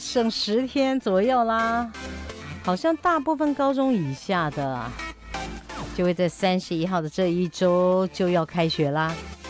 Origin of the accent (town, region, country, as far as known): Hualien, Hualien County, Taiwan; born or raised there